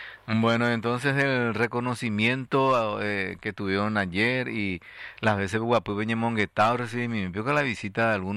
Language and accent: Spanish; Paraguay; gracias a que ellos estuvieron allí presentes, somos todavía paraguayos hoy día, ¿verdad?